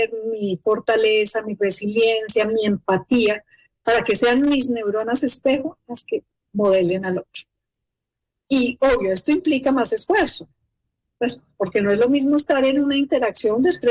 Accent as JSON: {"language": "Spanish", "town": "Manizales", "region": "Caldas", "country": "Colombia", "said": "Yo soy de Manizales, entonces las familias grandes eran grandísimas."}